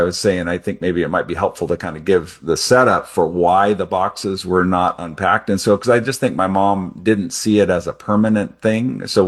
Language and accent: English; New Orleans, Louisiana, United States; born there; And so he moved us there, and that's where I was born. I was born in New Orleans.